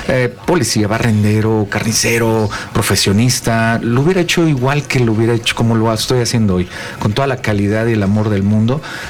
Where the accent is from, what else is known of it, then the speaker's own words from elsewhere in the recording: Mexico City, Mexico; De aquí, de la Ciudad de México. Originario de la Ciudad de México.